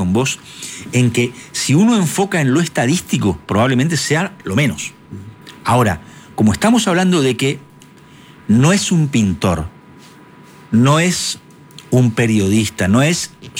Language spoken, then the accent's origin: Spanish; Corrientes, Argentina; somos correntinos